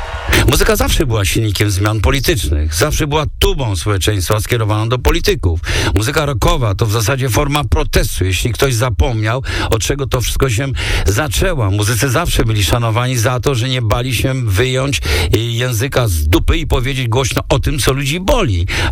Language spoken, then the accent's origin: Polish; Belarus; moved away; Sam pochodzę z Białorusi